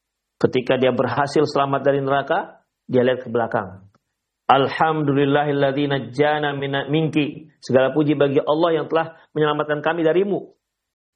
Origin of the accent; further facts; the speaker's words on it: West Sumatra, Indonesia; kalau bahasa kami orang Minang terperangah gitu